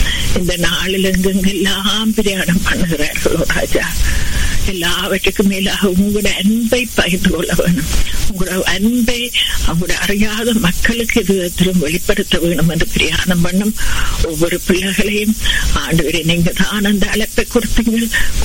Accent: Sri Lanka; என்ன நாங்க பிறந்து வளர்ந்த தேசமாக இலங்கை தேசத்துக்காக அந்த அழகிய தீவுக்காக உங்களை வருகிறோம்.

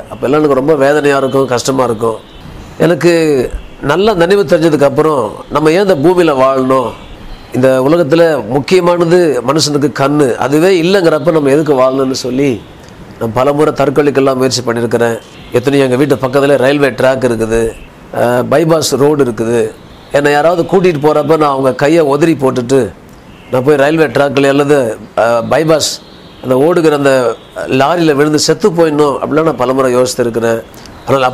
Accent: Gummidipoondi, Tamil Nadu, India; born there; நான் கும்மிடிப்பூண்டியில் என் தாய் தகப்பனுக்கு இரண்டாவது மகனாக நான் பிறந்தேன்.

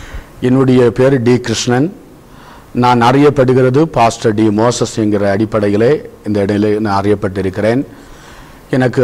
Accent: Kollencode, Tamil Nadu, India; நாங்கள் இந்து குடும்பத்திலே பிறந்து வளர்ந்தவர்கள். நான் பிறக்கும்போதே இந்து குடும்பம் கொல்லங்கோடு பகுதியிலே, சிறுவைபுரம் பகுதியிலே, அந்த இடத்துல எங்களுக்கு சொந்த ஒரு கோவில் உண்டு. எங்கள் அப்பா பூஜாரி, நான் இரண்டாவது பூஜாரியாக வளர்ந்தேன்.

